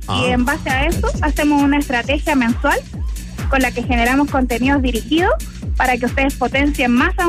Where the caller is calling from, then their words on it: Antofagasta, Chile; Yo soy de Antofagasta, pero trabajo con marcas de todo Chile